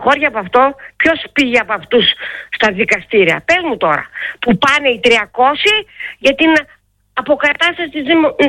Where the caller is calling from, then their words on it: Greece; είμαι από τα Γλαδοχώρη.